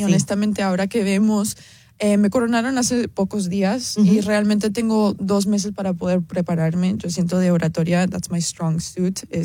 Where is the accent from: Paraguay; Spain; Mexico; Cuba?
Cuba; Obviamente yo soy cubana, libertad. Y además soy reina de belleza.